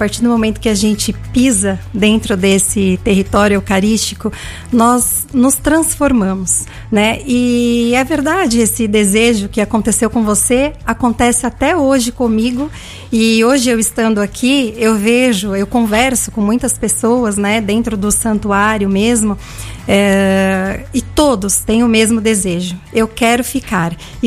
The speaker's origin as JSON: {"language": "Portuguese", "region": "São Paulo", "country": "Brazil", "tie": "born or raised there", "moved": "yes", "lives_now": "Cachoeira Paulista, Brazil", "said": "eu sou natural de São Paulo e atualmente estou morando aqui em Cachoeira Paulista."}